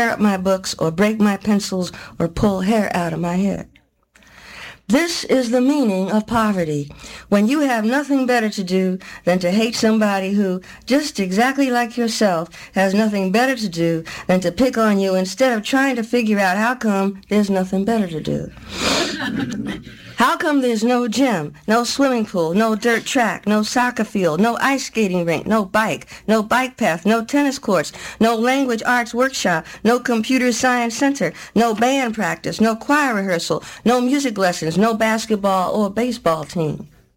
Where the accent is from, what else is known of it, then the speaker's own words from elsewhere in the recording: Brooklyn, New York, United States; moved away; but I'm black, and I come from Brooklyn. And I grew up fighting. And I grew up and I got out of Brooklyn because I got pretty good at fighting